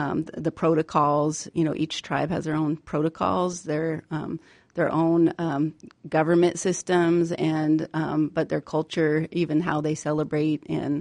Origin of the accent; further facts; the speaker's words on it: Washington, United States; I come from the Plateau tribes and I was very isolated growing up. I really stayed in this region and I really never went to the western side of the state.